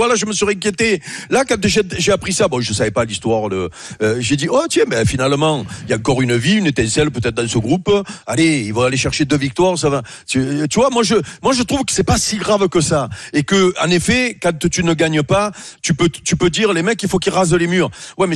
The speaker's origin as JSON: {"language": "French", "town": "Robion", "region": "Provence-Alpes-Côte d'Azur", "country": "France", "tie": "born there", "said": "Je suis né à Avignon, moi. Je suis né à Robion, les taillades."}